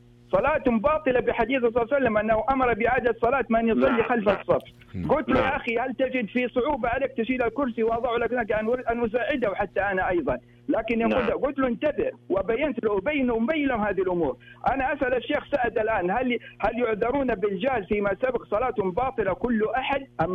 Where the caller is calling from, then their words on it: Mecca, Makkah Province, Saudi Arabia; نحن في مكة المكرمة